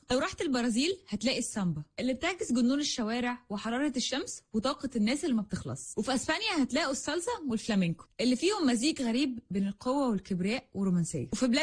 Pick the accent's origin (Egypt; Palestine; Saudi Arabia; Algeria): Egypt; عندنا في مصر